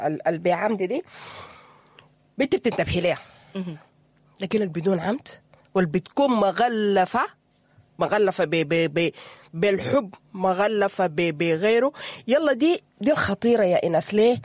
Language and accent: Arabic; Sudan; نحن ظلمنا كسودانيين في الحرب